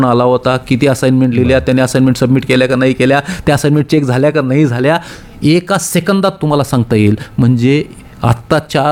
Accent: Barshi, Maharashtra, India; born there; मी राहिला तसा बार्शीचा पण माझं मूळ पैतृक गाव जे आहे ते उस्मानाबादपासून 16 किलोमीटरवर हिंगळजवाडी नावाचं गाव आहे तेरजवळचं. आणि त्याच्यामुळं माझ्या शरीरामध्ये जे काही आहे ते उस्मान धाराशिवचंच रक्त आहे.

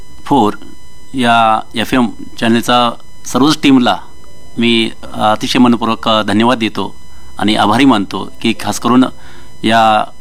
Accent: Kudremani, Karnataka, India; also born or lived in Belgaum; तिथं माझा जन्म 1973 मध्ये झाला आणि प्राथमिक शिक्षण मी तिथल्या आपल्या गावच्या कुद्रेमणी गावच्या मराठी शाळेमध्ये घेतलं. माध्यमिक शिक्षणही कुद्रेमणी हायस्कूल कुद्रेमणी इथं मी घेतलं.

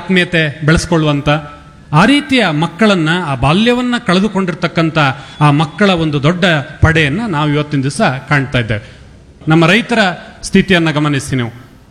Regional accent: Mangaluru, Karnataka, India

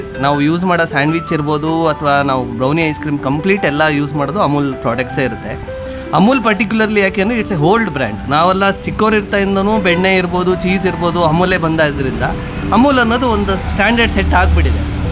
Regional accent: Shivamogga, Karnataka, India; ನಾನು ಶಿವಮೊಗ್ಗದವನೇ. ನಾನು ಇಲ್ಲಿ ಜೆ ಎನ್ ಎನ್ ಸಿಯಲ್ಲಿ ಮೆಕ್ಯಾನಿಕಲ್ ಇಂಜಿನಿಯರಿಂಗ್ ಮಾಡಿ

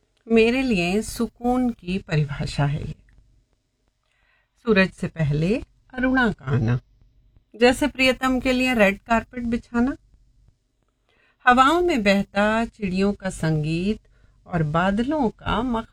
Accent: Bareilly, Uttar Pradesh, India; now in Moradabad, India; मैं ओरिजिनली बरेली से हूँ।

